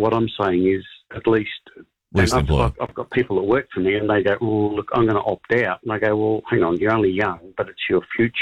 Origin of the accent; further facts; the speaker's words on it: Australia; now in New Zealand; Yes. Hey, so I'm an Aussie living over here and loving it.